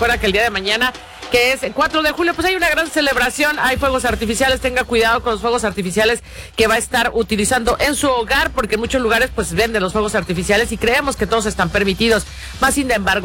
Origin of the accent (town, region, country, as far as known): Jalisco, Mexico